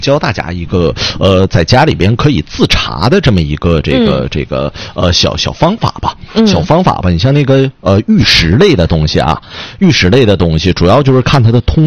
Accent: Northeast China, China; 咱们东北现在有很多的这个什么俗话说的东北话

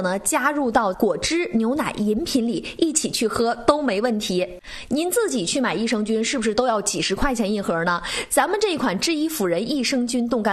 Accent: Northeast China, China; 现在不只是咱们东北人爱吃

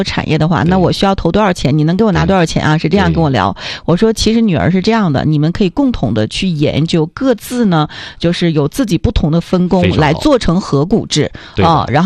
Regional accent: Jilin, China; 对，因为我们这个吉林人啊，有的时候特别有意思，就这么多年我们吉林人一直是外流的

